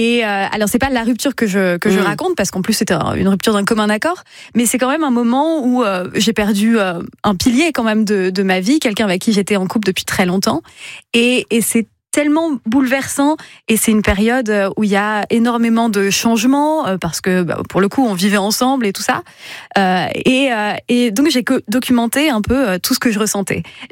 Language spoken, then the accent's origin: French; Hauts-de-France, France; also born or lived in Paris; now in Lille, France; dans laquelle je suis arrivée après ma rupture, pour le coup, parce qu'avant, j'étais à Paris. Mais je suis picarde de base.